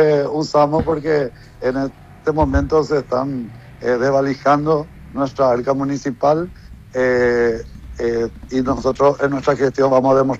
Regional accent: Paraguay

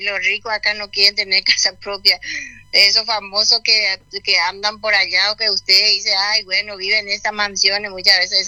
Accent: Icuaporá, Paraguay; born there; moved away; also born or lived in Roberto L. Petit / Asunción; Yo nací en Icuaporá y después de Icuaporá inmigré a Roberto L. Petit. De Roberto L. Petit vine para Asunción y de Asunción para acá.

